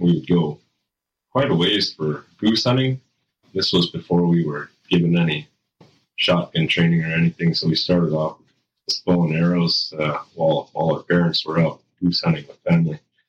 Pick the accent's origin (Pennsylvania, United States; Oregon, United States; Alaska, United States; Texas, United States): Alaska, United States; Utqiagvik; Jack's younger brother, 34. I was born and raised here in Iqaluit, Barrow, Alaska.